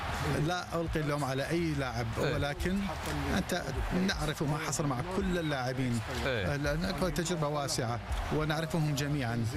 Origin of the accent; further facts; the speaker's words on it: France; أنا شخصيا تربيت في فرنسا ودائما أحاول